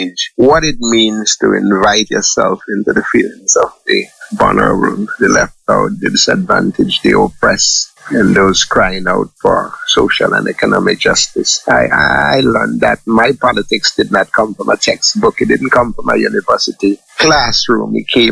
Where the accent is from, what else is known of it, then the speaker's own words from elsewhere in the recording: Saint Andrew, Grenada; I was born in Munich, St. Andrews, in Bamboo, a place called Bamboo to be exact, what you call in the mountains of Grenada.